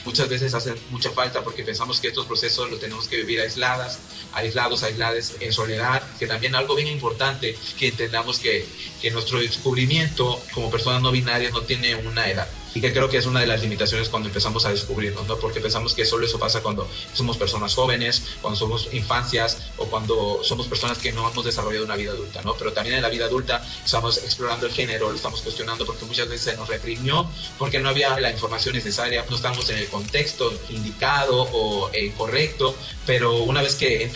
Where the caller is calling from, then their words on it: Chetumal, Quintana Roo, Mexico; soy de Chetumal, Quintana Roo, soy una persona no binaria